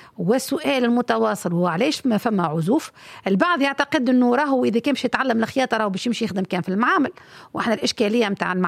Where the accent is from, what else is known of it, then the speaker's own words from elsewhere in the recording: Tunisia; احنا خصوصيه تونسيه